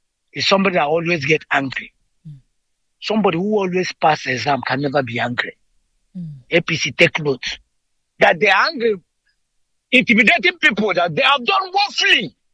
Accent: Abia, Nigeria; moved away; I'm from Ami Korongu Uzakol in Ben, the local government area of Abia State.

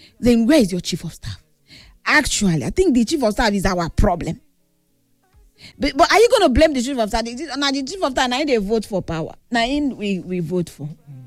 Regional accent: Nigeria; Yes, God helping me and you, because myself as a Nigerian, you get to see they do me.

